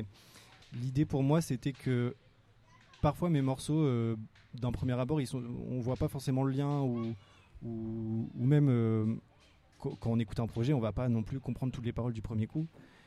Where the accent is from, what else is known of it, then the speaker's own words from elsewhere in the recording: Brest, Brittany, France; je suis de Brest, du coup j'ai des connexions là-bas.